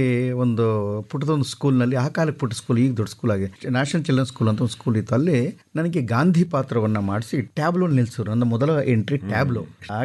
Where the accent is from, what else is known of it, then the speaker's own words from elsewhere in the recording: Nagamangala, Karnataka, India; also born or lived in Mandya; ನಾಗಮಂಗಲ, ಬೆಳ್ಳೂರು ನನ್ನ ಹೆಚ್ಚು ಸುತ್ತಾಟದ ಜಾಗ, ಬಿ ಎಂ ಶ್ರೀಯವರ ಬೆಳ್ಳೂರು ಮತ್ತು ನಾಗಮಂಗಲ ಭಾಳ ಅದ್ಭುತವಾದ ಜಾಗ. ಅಲ್ಲಿಯ ಗ್ರಾಮೀಣ ಪ್ರದೇಶದಲ್ಲಿ ಬೆಳೆದಿದ್ದರಿಂದ